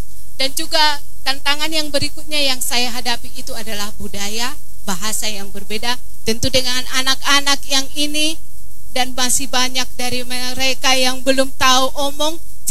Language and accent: Indonesian; North Sumatra, Indonesia; Saya dari Sumatera, orang Batak.